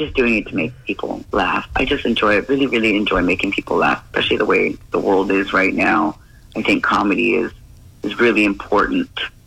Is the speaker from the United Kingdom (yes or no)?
no; San Jose, California, United States; also born or lived in Japan; I am actually born in Japan, but I am Filipino, raised in San Jose. So I'm not a native, but I do love San Jose.